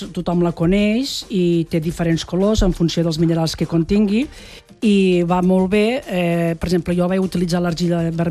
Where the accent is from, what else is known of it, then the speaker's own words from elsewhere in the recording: Catalonia, Spain; now in Arbeca, Spain; soc arbequina d'adopció, eh? Ah. Jo soc de Puigverd de Gramunt.